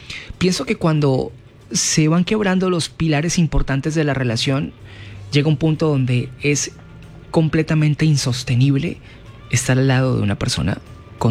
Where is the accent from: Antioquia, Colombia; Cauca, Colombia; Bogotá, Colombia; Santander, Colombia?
Cauca, Colombia; Silvia; a raíz de la cuarentena me regresé a mi pueblo natal, Silvia, y aquí comprendí que amo a esa persona